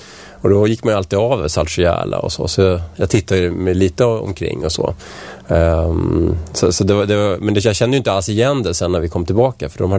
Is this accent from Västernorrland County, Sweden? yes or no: no; Vällingby, Stockholm County, Sweden; also born or lived in Strängnäs; now in Nacka, Sweden